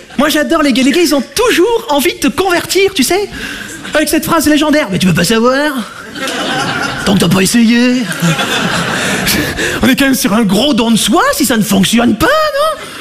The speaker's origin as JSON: {"language": "French", "town": "Monbazillac", "region": "Nouvelle-Aquitaine", "country": "France", "said": "Alors moi je vais me présenter, je viens de Montbazillac dans le sud-ouest de la France, vous connaissez?"}